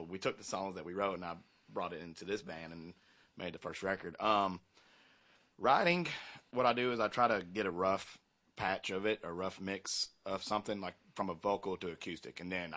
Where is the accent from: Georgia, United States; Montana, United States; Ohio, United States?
Georgia, United States; Rideau; I'm from Rideau, Georgia.